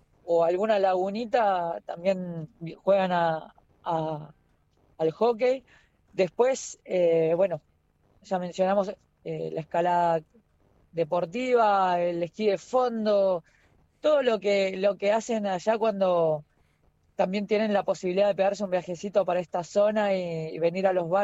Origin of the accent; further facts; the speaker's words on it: San Carlos de Bariloche, Río Negro, Argentina; moved away as an adult; now in Tierra del Fuego, Argentina; yo soy de Bariloche, pero conocí Tierra del Fuego a los 20 años